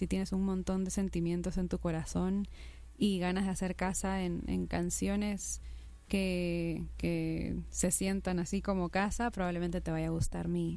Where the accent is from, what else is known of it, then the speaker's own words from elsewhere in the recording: Peru; now in Mexico City, Mexico; Estaba en mi país, en Perú.